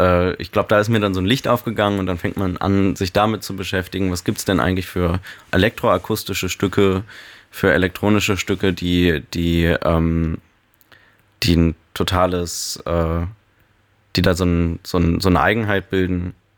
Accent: Germany; moved away as an adult; now in Cologne, Germany; ich komme ursprünglich aus der Berliner Vorstadt und es war also für mich als 18-jährige Person

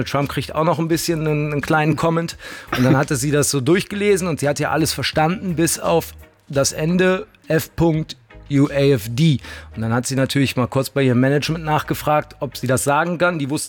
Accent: Cologne, North Rhine-Westphalia, Germany

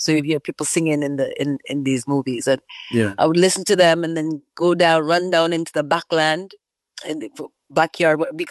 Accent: Clarendon, Jamaica; now in Toronto, Canada; So I was born and raised in Clarendon, Jamaica, a little ghetto town called Ausol, in the country part. Mm. I'm a country girl, a tomboy at heart for sure. Raised by my grandparents

